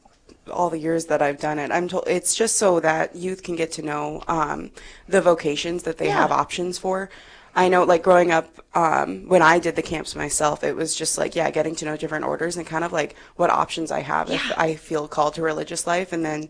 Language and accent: English; Rapid City, South Dakota, United States; moved away as an adult; I am originally from Rapid City, but I recently moved back.